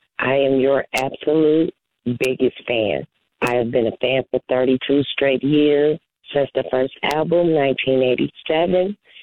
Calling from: South Bend, Indiana, United States; I'm calling from South Bend.

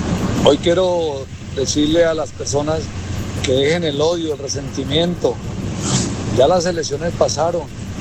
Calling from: Colombia

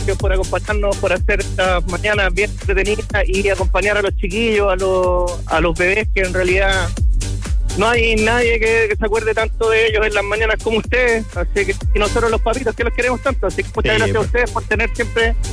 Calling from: Santiago, Santiago Metropolitan Region, Chile

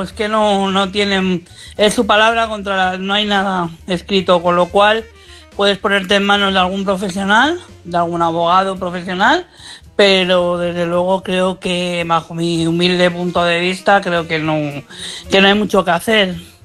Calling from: Madrid, Community of Madrid, Spain; de Madrid.

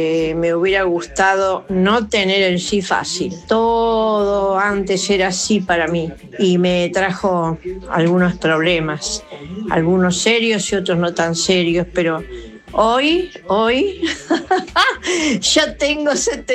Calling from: Sáenz Peña, Argentina; de Sáenz Peña.

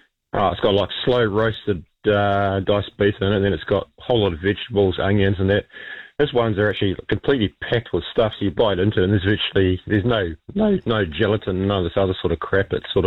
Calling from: Hamilton, Waikato, New Zealand; I'm from Hamilton as well.

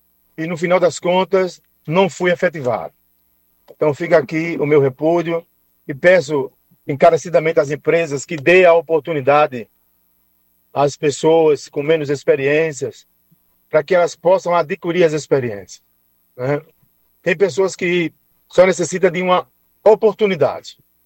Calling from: Maceió, Alagoas, Brazil; Falo aqui do Benedito Bendes

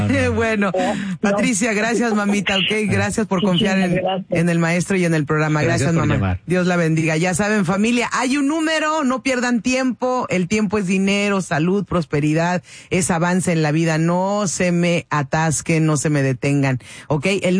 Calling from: Los Angeles, California, United States; De Van Nuys, maestro, sí.

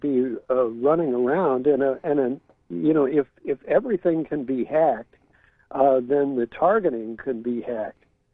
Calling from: San Francisco, California, United States; I'm calling you from San Francisco

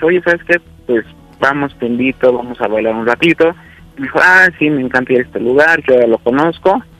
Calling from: Puebla, Mexico; Tengo 24 años y soy de la ciudad de Puebla.

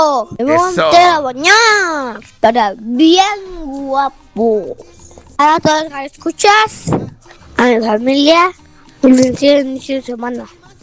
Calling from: Uruapan, Michoacán, Mexico; Uruapan, Michoacán

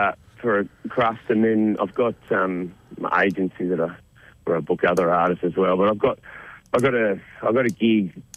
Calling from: Cairns, Queensland, Australia; Actually, in Cairns at the moment. I just had a wedding last night. So, yeah, it's one of my muso mates from Melbourne, but I'm living in Brizzy now.

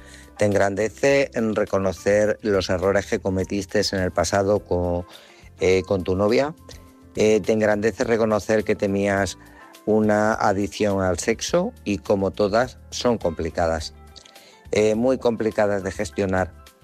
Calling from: Guadalajara, Castilla-La Mancha, Spain; de Guadalajara.

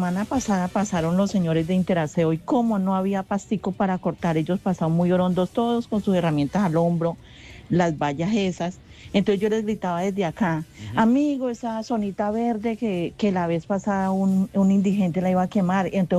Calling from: Ibagué, Tolima, Colombia; soy de aquí del barrio Versalles.

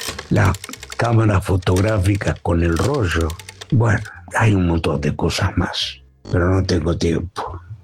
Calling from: Santa Fe, Argentina; de Santa Fe.

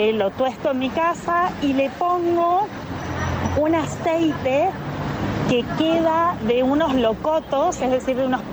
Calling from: Tucumán, Argentina; de Tucumán.

